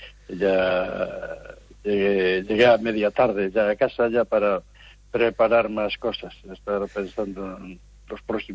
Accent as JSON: {"language": "Spanish", "region": "Galicia", "country": "Spain", "said": "Yo, como soy del sur, del Baixo Miño"}